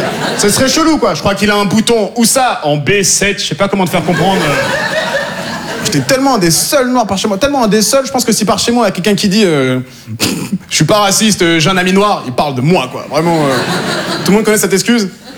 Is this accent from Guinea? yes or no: no; Normandy, France; born there; Tu me demandes, tu viens d'où? Je te réponds honnêtement. Moi, je suis né en Normandie.